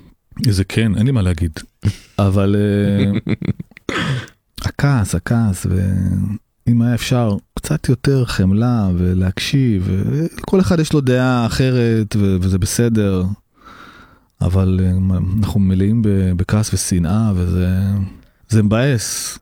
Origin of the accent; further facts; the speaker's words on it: Tel Aviv, Tel Aviv District, Israel; born there; אנחנו נולדנו פה, זה, אני מכיר כל רחוב וכל סמטה בתל אביב, תל אביב מבחינתי זו העיר הכי מדהימה בעולם.